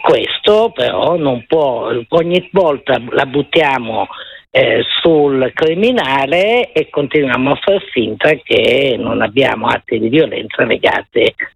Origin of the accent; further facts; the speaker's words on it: Milan, Lombardy, Italy; perché se no io sono una milanese di prima, una siciliana di prima generazione a Milano.